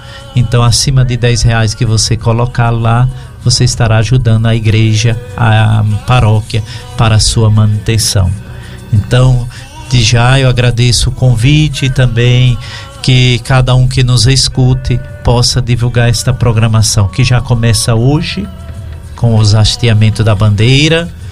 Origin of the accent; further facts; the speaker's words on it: Piauí, Brazil; now in Carinhanha, Brazil; Mas eu também sou de um estado do Piauí